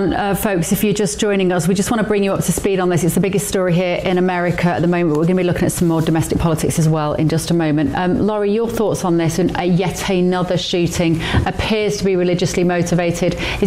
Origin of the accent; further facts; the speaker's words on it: United Kingdom; as a Brit